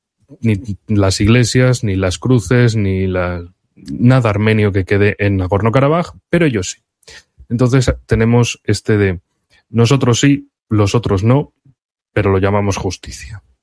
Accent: Spain; que yo, como español

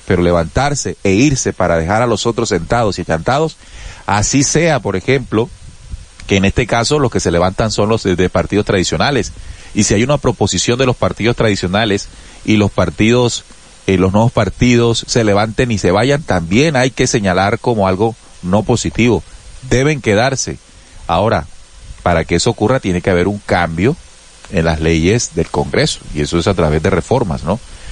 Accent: Colombia; Yo pienso como colombiano

